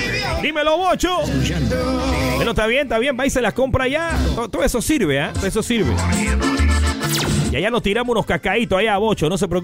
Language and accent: Spanish; Interior of Panama, Panama; apoye a mi tierra, apoye a mi gente interiorana.